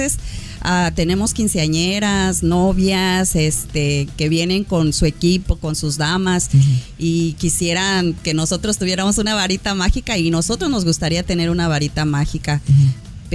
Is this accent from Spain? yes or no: no; Mexico City, Mexico; moved away as an adult; now in United States; Trabajé 7 años en las clínicas de Verónica Castro, ahí en la Ciudad de México. Yo soy nativa de la Ciudad de México.